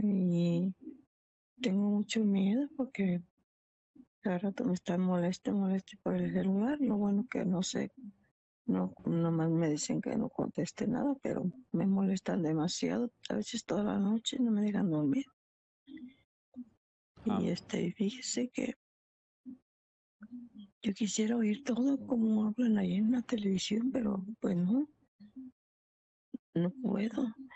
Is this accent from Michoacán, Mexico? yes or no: yes; Michoacán, Mexico; soy de Michoacán.